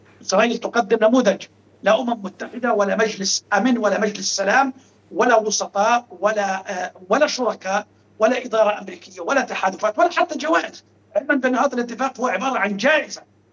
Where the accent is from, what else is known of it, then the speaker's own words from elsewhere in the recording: Gaza Strip, Palestine; لأنه نحن كشعب فلسطيني الآن في قطاع غزة تحت الاحتلال الإسرائيلي